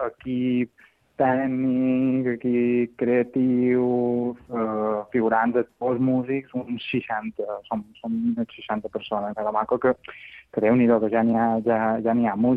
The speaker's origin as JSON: {"language": "Catalan", "town": "Alcúdia", "region": "Balearic Islands", "country": "Spain", "said": "Sí, jo som d'Alcúdia, sí, i de fet, quan era, ja t'ho dic, que fa quasi 25 anys, o 23 o 24, que se fa el Via Fora, quan petit era figurant del Via Fora"}